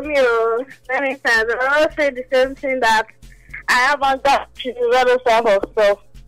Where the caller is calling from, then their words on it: Bo, Southern Province, Sierra Leone; I'm calling from Bo.